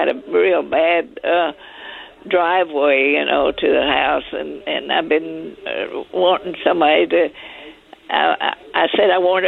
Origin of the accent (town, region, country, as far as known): Schulenburg, Texas, United States; also born or lived in Freiburg